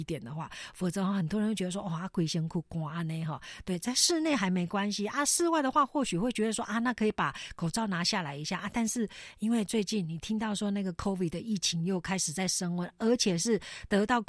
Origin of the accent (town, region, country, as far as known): Taiwan